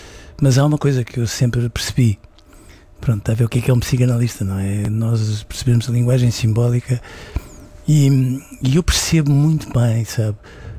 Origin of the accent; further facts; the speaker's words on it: Leiria, Centro, Portugal; born there; E Leiria era uma cidade muito estranha.